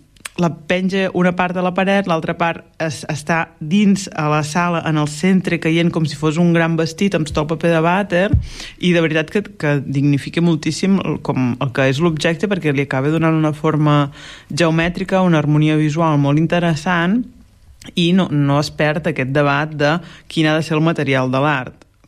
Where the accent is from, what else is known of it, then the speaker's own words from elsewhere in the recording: Blancafort, Catalonia, Spain; Tu ja saps que jo soc de Blancafort … modista de Blancafortina, poble de 400 habitants, al Conca de Barberà.